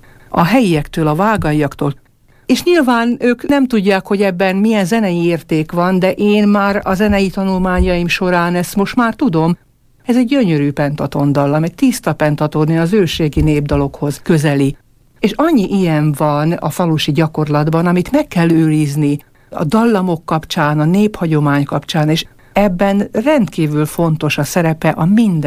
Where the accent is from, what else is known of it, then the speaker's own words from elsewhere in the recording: Váhovce, Trnava Region, Slovakia; 13 éves koromtól kántorkodom a szülőfalumban